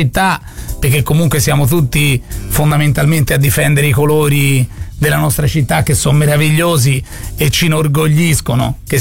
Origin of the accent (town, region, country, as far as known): Florence, Tuscany, Italy